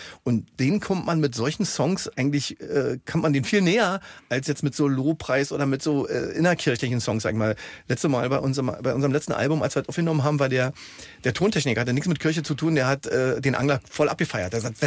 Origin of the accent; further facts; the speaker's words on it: Brandenburg, Germany; born there; now in Berlin, Germany; Ich bin Brandenburger, bin in Brandenburg geboren, empfinde mich auch noch als Brandenburger, wohne aber jetzt schon seit vielen, vielen Jahren in Berlin.